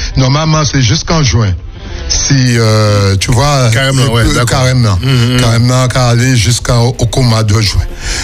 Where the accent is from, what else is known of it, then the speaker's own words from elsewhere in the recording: Fort-de-France, Martinique; moi, je suis de Fort-de-France.